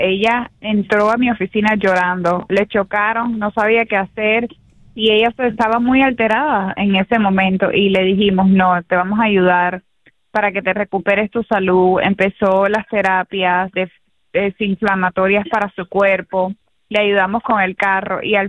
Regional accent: Venezuela; also born or lived in Cuba; now in United States; yo nací en Cuba, pero me crecí muchos años en Venezuela, y esa tierra me acogió como si fuera mi propio país

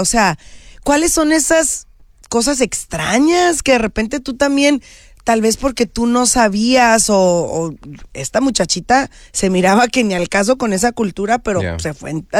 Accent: Mexico; especialmente siendo de Latinoamérica y siendo mexicana

